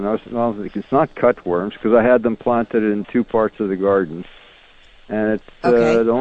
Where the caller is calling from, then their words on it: Winnipeg, Manitoba, Canada; I'm calling from Winnipeg.